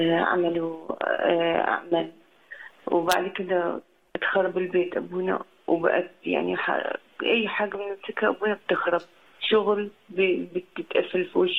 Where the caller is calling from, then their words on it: Canada; أنا من كندا.